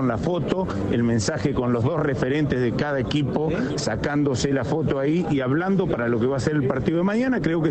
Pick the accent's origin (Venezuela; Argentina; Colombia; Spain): Argentina; Rosario, Santa Fe